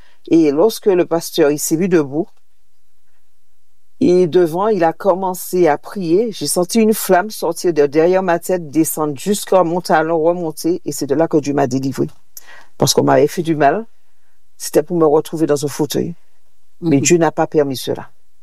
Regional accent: Martinique; la seule chose que je voulais, c'était rentrer chez moi, en Martinique.

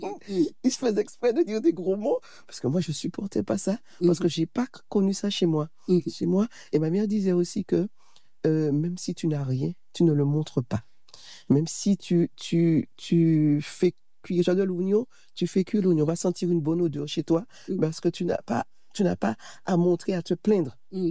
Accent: Fort-de-France, Martinique; je suis né à Fort-de-France, en Martinique. Je suis de parents martiniquais. J'ai grandi à Fort-de-France.

